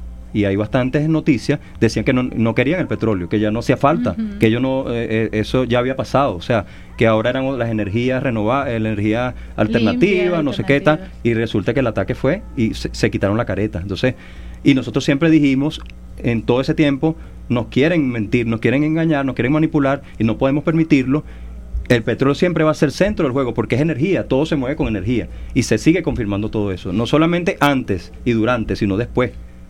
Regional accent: Venezuela; nuestro aporte como venezolanos y venezolanas a la conservación de la naturaleza.

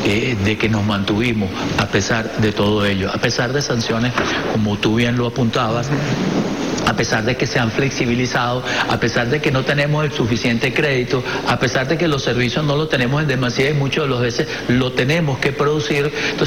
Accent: Venezuela; lo grande que somos los venezolanos

